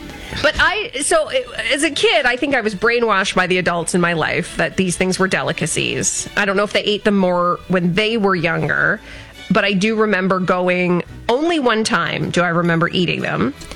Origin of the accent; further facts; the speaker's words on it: Ontario, Canada; Well, I'm wondering because I grew up in Essex County, so, you know, Lake St. Clair would be our Great Lake.